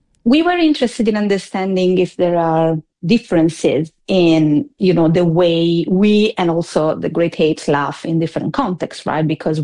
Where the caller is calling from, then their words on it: Italy; I'm speaking from Italy.